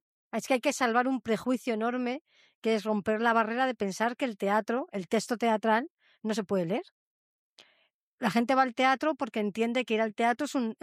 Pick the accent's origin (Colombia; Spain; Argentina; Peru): Spain; Madrid, Community of Madrid; moved away as an adult; now in Bilbao, Spain; Yo no vivo aquí en Bilbao, claro, yo soy de Madrid. Y me he mudado hace 3 años aquí